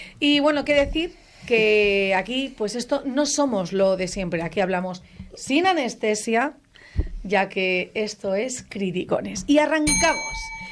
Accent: Spain

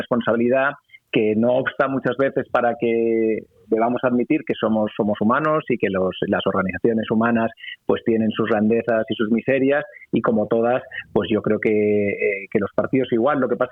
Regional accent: Catalonia, Spain; moved away; una época bastante decadente en Cataluña, especialmente en mi tierra, en nuestra tierra

